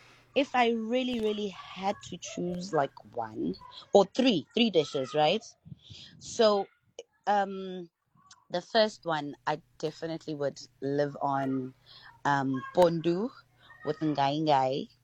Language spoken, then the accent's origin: English; Pretoria, Gauteng, South Africa; I grew up in Pretoria.